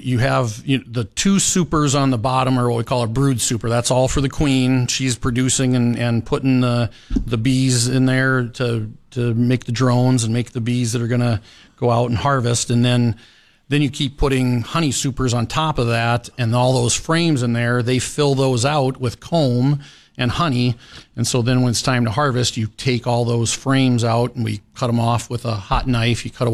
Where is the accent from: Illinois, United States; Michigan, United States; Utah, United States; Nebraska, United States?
Nebraska, United States; Interestingly, I grew up in Nebraska